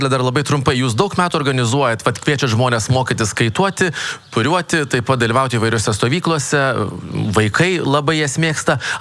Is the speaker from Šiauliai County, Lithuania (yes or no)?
yes; Joniškis District, Šiauliai County, Lithuania; Aš iš Joniškio rajono, sąlyginai gana panašau, žemės ūkio krašto.